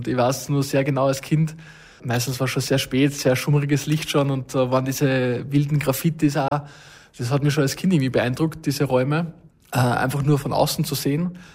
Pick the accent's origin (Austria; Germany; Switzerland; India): Austria; Vienna; Ich bin in Wien aufgewachsen, aber mit Elternhaus oder Großelternhaus in Oberösterreich.